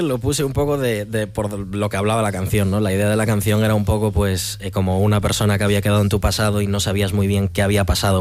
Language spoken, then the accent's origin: Spanish; Vigo, Galicia, Spain; Bueno, pues querido, somos cuatro amigos de Vigo que nos conocimos pues un poco antes de la pandemia, ¿no?